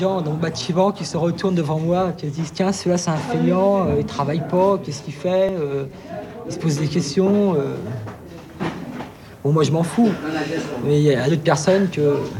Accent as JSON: {"language": "French", "country": "France", "said": "Bah oui, je suis français."}